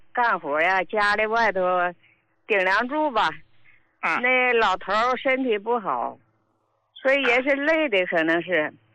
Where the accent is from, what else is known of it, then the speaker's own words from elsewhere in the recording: Qiqihar, Heilongjiang, China; 我是齐齐哈尔的。